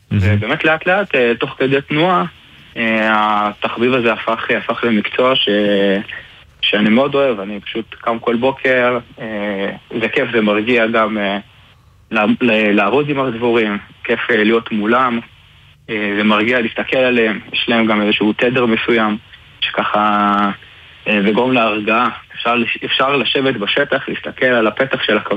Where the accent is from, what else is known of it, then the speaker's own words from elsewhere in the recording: Beit Horon, West Bank, Palestine; אני גר בבית חורון. נולדתי פה, גדלתי פה, אני עדיין נמצא בבית חורון, מי שלא מכיר במועצה אזורית מטה בנימין.